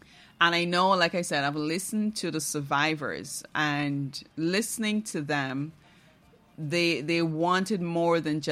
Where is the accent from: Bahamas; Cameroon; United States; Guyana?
Guyana; Barima-Waini; moved away; I am from Region 1.